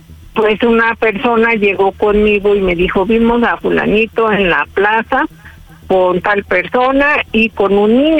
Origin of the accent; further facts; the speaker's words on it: Pachuca, Hidalgo, Mexico; Tengo 30 años y soy de Pachuca, Hidalgo.